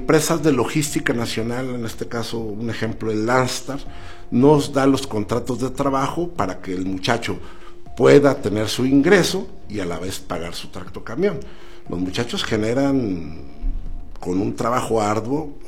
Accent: San Juan de Guadalupe, Durango, Mexico; rumbo a mi tierra, San Juan de Guadalupe

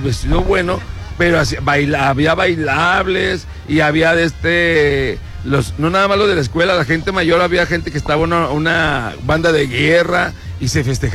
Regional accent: Sinaloa, Mexico; en el atrio de mi pueblo, de la parroquia de la Candelaria, ahí se reunieron los insurgentes de aquí del sur de Sinaloa

